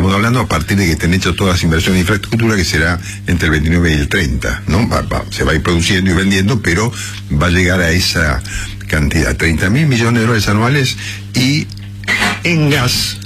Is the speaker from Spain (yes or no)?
no; Argentina